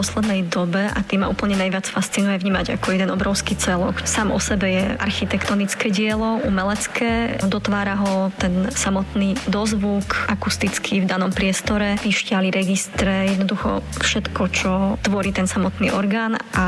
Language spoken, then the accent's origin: Slovak; Kežmarok, Prešov Region, Slovakia; som rodáčka z Kežmarku